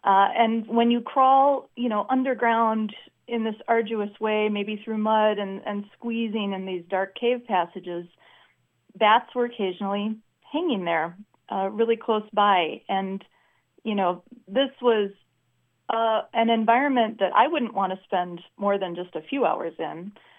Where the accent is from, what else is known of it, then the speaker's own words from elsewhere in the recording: Wisconsin, United States; I grew up in Wisconsin.